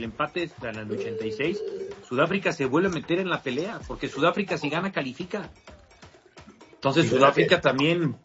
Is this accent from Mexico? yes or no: yes; Mexico; Te amo, soy mexicano.